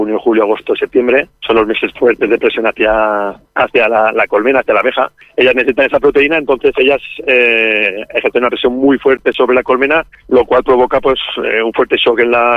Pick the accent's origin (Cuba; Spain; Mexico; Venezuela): Spain; Salquerías del Niño Perdido, Valencian Community; Sí, yo soy del pueblo de Salquerías, Salquerías del Niño Perdido.